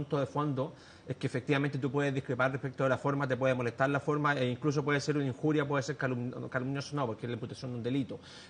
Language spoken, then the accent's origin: Spanish; Chile; nosotros como sociedad chilena